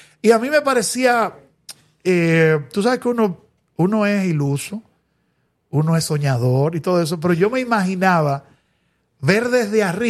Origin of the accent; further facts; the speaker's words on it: Dominican Republic; Pero como dominicano al fin, estando en tu tierra